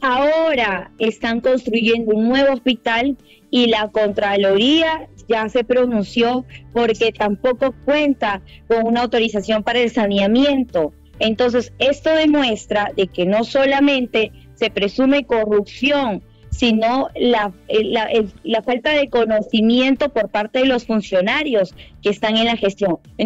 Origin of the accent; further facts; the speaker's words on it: Tumbes, Peru; soy abogada de profesión, 32 años, una maestría en Derecho Constitucional y Administrativo. Soy natural de Tumbes.